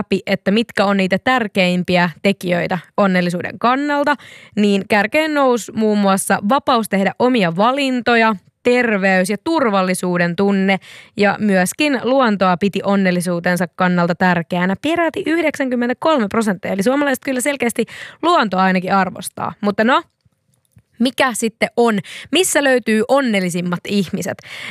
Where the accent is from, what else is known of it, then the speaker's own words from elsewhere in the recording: South Ostrobothnia, Finland; moved away; Mä muun muassa sieltä olen kotoisin, mutta olen myös muuttanut pois.